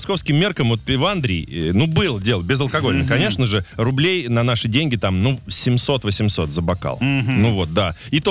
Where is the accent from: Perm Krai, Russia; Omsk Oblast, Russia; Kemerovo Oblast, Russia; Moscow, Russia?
Moscow, Russia; я из Москвы